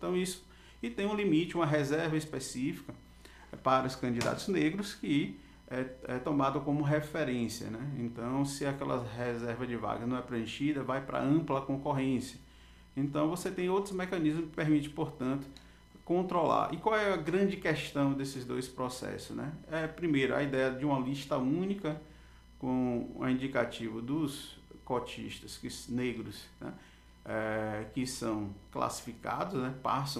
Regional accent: Bahia, Brazil; Eu sou da Bahia, né? Minha formação é lá na Universidade Federal da Bahia

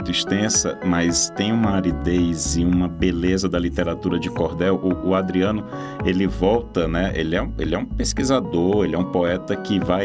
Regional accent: Piauí, Brazil; Eu sou nordestino, sou do Piauí.

